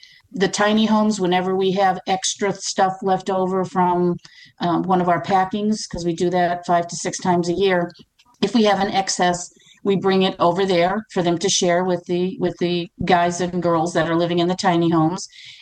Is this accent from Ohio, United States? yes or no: no; Massachusetts, United States; now in Myrtle Beach, United States; And then in 2008, here in Myrtle Beach, because we're originally from Massachusetts.